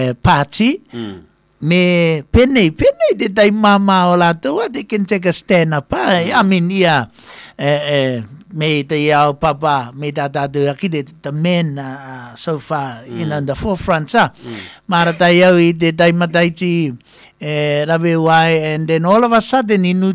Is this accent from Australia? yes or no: yes; Australia; I don't know the data because I'm Aussie anyway